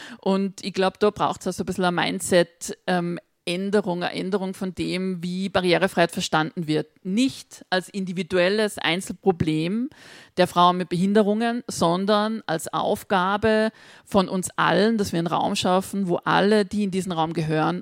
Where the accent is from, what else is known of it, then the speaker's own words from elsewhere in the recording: Salzburg, Austria; Angeschasselt werden, gibt es auch im Pinzgerischen, wo ich herkomme, ist gute Worte haben wir im Dialekt.